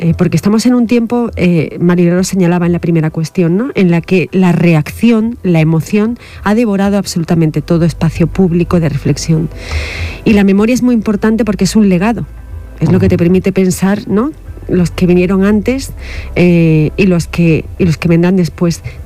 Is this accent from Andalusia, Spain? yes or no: yes; Andalusia, Spain; y aquí a ver cómo nombro yo este apellido, que somos andaluces